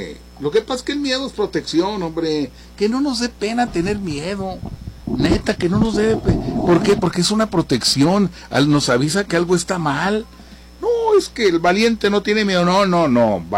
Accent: Mexico; Yo soy mexicano. Yo orgullo.

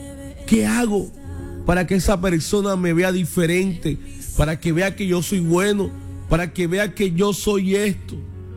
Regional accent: Arjona, Bolívar, Colombia; moved away; allá donde yo crecí en Arjona

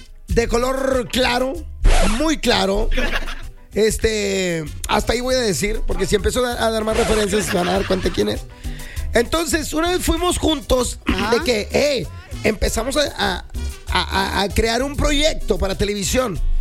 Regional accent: Mexico; sí somos los mexicanos

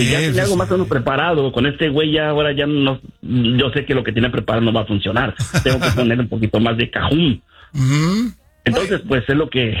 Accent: Mexico; Yo soy mexicano hasta las cachas

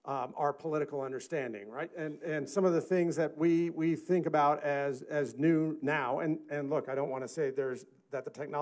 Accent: Oregon, United States; moved away; I grew up in Oregon, had gone home to Oregon

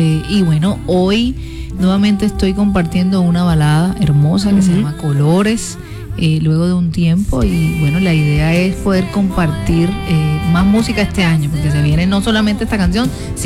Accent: Cartagena, Bolívar, Colombia; soy cartagenera, tengo 27 años

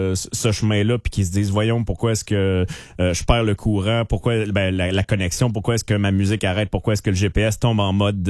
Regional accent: Nicolet, Quebec, Canada; Puis moi, je viens de Nicolette, tu le sais, là. Donc, c'est une route que j'ai faite en masse, là.

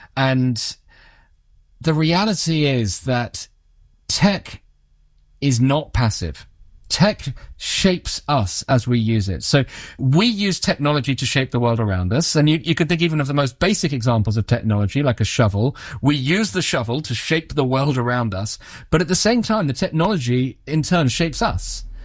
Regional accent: United Kingdom; And then because I'm British, I finished by saying thank you, to AI

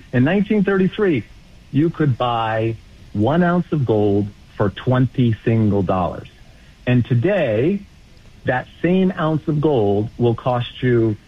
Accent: Australia; English is a second language; moved away; And I came from Australia. And one of the first things I needed to do was to try to learn English.

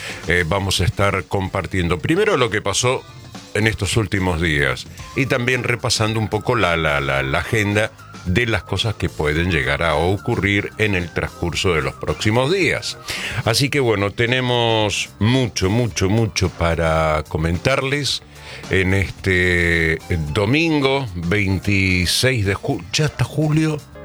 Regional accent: Argentina; Mire, yo no recuerdo que acá en mi país, en la República Argentina

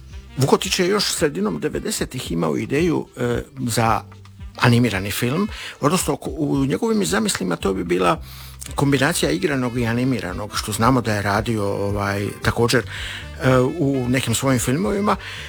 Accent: Dalmatia, Croatia; Ja sam iz Dalmacije

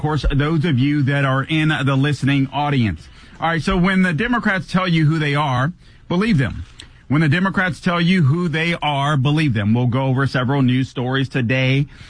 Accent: Florida, United States; Congresswoman Maria Salazar in my home state of Florida in the Miami area

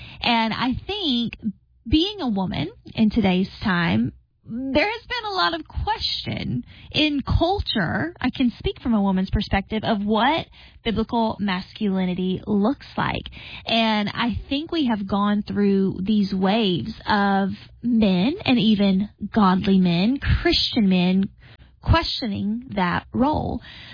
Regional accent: Georgia, United States; I'm from Georgia

